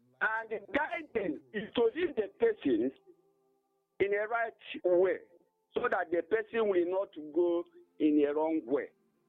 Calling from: Isoko, Ebonyi, Nigeria; I'm calling from Isoko, my name, Ebonyi State.

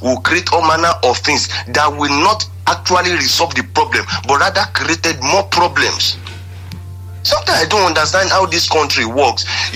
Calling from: Abeokuta, Ogun, Nigeria; I live in Abeokuta, but I'm calling from Ireland presently.

